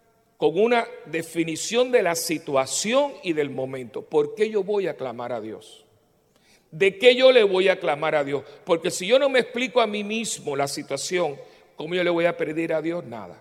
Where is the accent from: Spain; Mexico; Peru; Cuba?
Cuba; born there; pero por ejemplo yo nací en Cuba, ¿no?